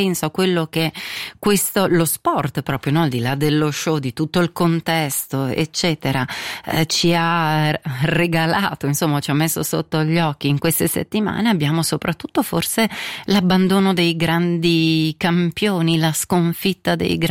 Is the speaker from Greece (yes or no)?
no; Switzerland